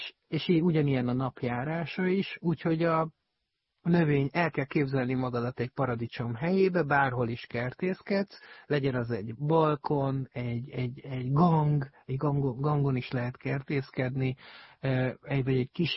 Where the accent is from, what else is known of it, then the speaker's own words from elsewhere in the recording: Abda, Győr-Moson-Sopron, Hungary; mert vidéken nőttem fel egy kis faluban, Dunántúlon, Abdán, Győr mellett, és az egész családom kertészkedett